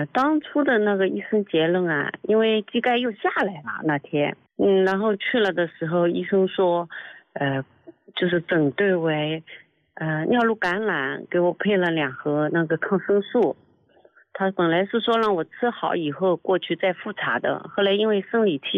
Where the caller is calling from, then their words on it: Ningbo, Zhejiang, China; 我是宁波的，然后宁波这边中医院还是哪里